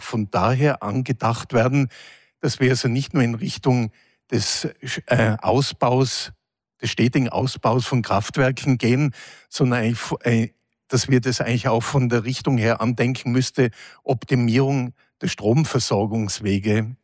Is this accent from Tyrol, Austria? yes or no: yes; Innsbruck, Tyrol, Austria; ich komme aus Innsbruck.